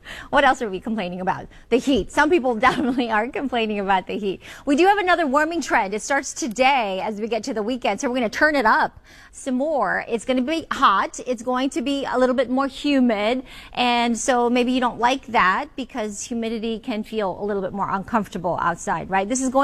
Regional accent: Hawaii, United States; grew up like that in Hawaii. We never changed our clocks.

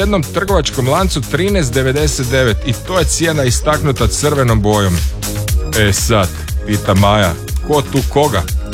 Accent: Zagorje, Croatia; Znači, kod nas u Zagorju ima trešnje, ali nisu to ove kolubenice.

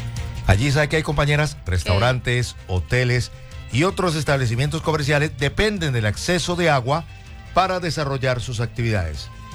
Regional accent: Santander, Colombia; me siento satisfecho como santandereano

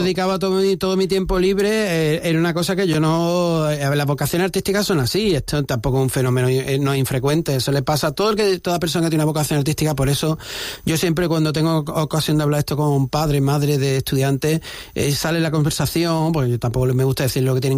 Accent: Málaga, Andalusia, Spain; No, yo soy de Málaga, lo que pasa es que acabé en Torremolinos otra vez por mi madre también.

